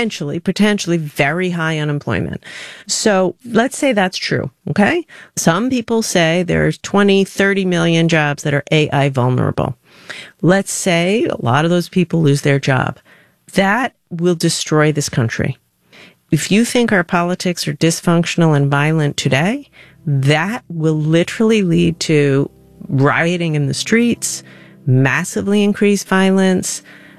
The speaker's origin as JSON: {"language": "English", "region": "Rhode Island", "country": "United States", "said": "I'm from Rhode Island. That's a core thing about who I am. youngest of three kids, working class Italian-American family. My grandpa was an immigrant from Italy, lived in the house with us."}